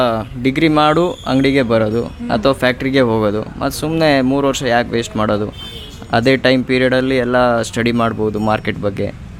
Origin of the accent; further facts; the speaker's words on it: Shivamogga, Karnataka, India; ಇಲ್ಲೇ ಶಿವಮೊಗ್ಗದಲ್ಲೇ.